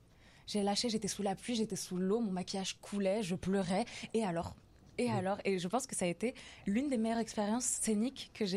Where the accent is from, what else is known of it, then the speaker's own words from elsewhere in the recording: Cameroon; comme je suis camerounaise